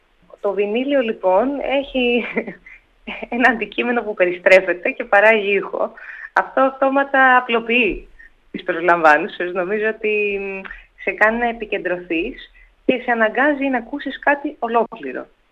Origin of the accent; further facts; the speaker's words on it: Ermoupoli, South Aegean, Greece; Εγώ μεγάλωσα στην Ερμούπολη της Ήρου.